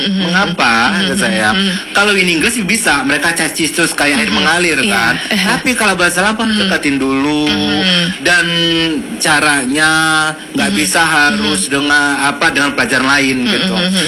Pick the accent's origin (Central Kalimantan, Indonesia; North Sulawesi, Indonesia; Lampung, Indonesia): Lampung, Indonesia; aku orang Lampung ya punya I have the dignity gitu. Maksudnya itu hanya identitas yang aku lahirkan dari lahir di Lampung